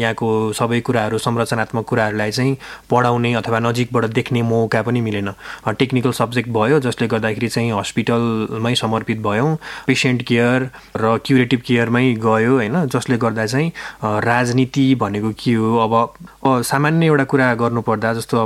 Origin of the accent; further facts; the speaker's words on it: Tamghas, Lumbini Province, Nepal; moved away; मेरो बाल्यकाल चाहिँ गुल्मीको सदरमुकाम तमगासमा बित्यो।